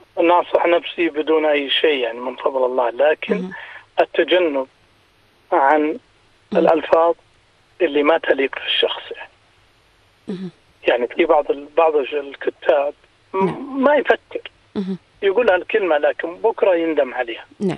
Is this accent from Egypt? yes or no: no; Al Zulfi, Riyadh Province, Saudi Arabia; born there; accent: Najdi; now in Riyadh, Saudi Arabia; انا من الزلفي، يعني مسقط راسي الزلفي ورامي في الرياض